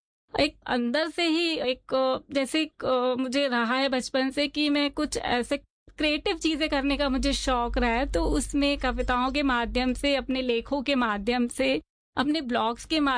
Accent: Kanpur, Uttar Pradesh, India; मैं basically UP Kanpur की रहने वाली हूँ, और हमारे यहाँ जैसे गंगा नदी है

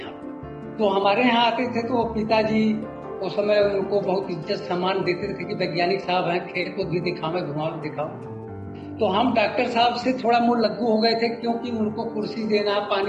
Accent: Uttar Pradesh, India; born there

